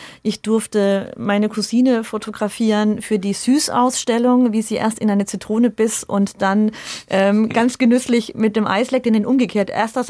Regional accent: Lohr am Main, Bavaria, Germany; born there; Ich bin ja in Lohr am Main zur Schule gegangen, aufs Gymnasium.

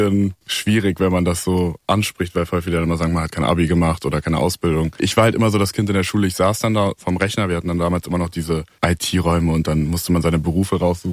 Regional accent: Melsungen, Hesse, Germany; In Kassel, also Nähe Kassel, Melsungen heißt das.

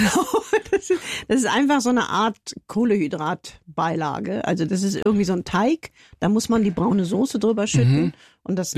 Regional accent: Cologne, North Rhine-Westphalia, Germany; sondern ich war halt als Kölnerin beim WDR

